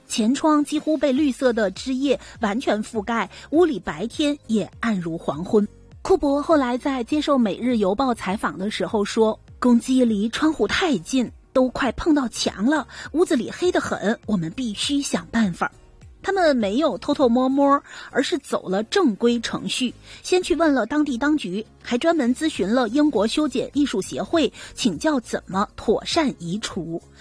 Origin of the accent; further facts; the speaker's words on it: northern China, China; 这其实是我们北方的一个土话，那就是三轮摩托车